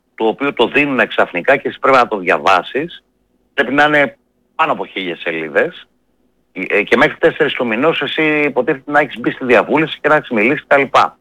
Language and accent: Greek; Aliveri, Central Greece, Greece; moved away; also born or lived in Dafni, Athens; στην ιδιαίτερη πατρίδα μου στην Εύβοια, στο Αλιβέρι